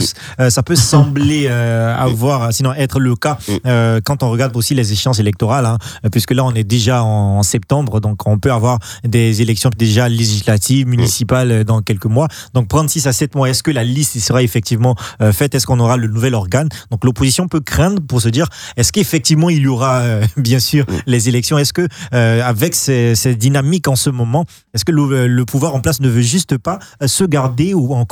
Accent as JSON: {"language": "French", "country": "Côte d’Ivoire", "said": "qu'on est ivoirien"}